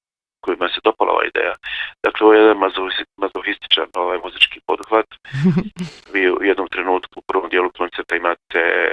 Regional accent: Bosnia & Herzegovina; Ja sam, inače, nisam iz Sarajeva, ali sam Bosanac koji voli Bosnu i voli Bosnu i Hercegovinu

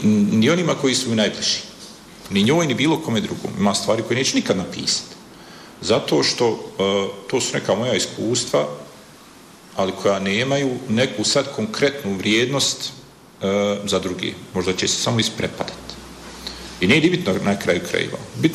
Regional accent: Maglaj, Zenica-Doboj Canton, Bosnia & Herzegovina; Ja sam se često družio sa starim ljudima, pogotovo kod nas u Maglajevo, sa ljudima iz džamije.

